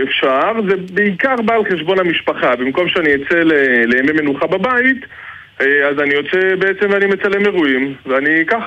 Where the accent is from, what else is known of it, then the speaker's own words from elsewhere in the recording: Kiryat Ono, Central District, Israel; אני מקריית אונו, נשוי, פלוס אחד חמוד וג'ינג'י.